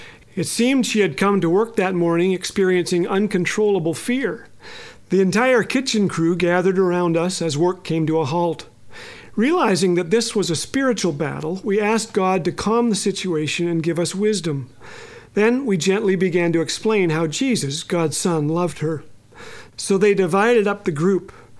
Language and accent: English; Canada; my hometown has 11 months of snow and 1 month of bad sledding.